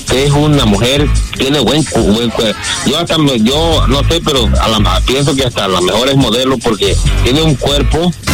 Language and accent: Spanish; Guerrero, Mexico; now in Los Angeles, United States; No, yo soy de Guerrero, pero estoy aquí en Los Ángeles.